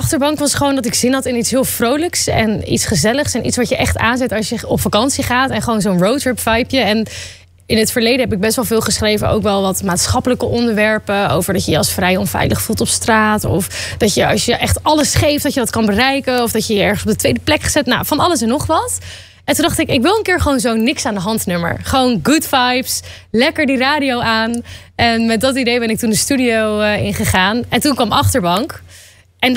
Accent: Hoorn, North Holland, Netherlands; born there; now in Amsterdam, Netherlands; Ik ben geboren in Horen.

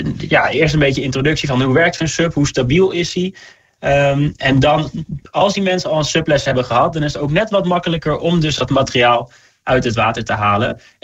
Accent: Zeewolde, Flevoland, Netherlands; Nou, ik kom uit Zeewolde en ik zie toch wat minder afval liggen daar dan in Almere.

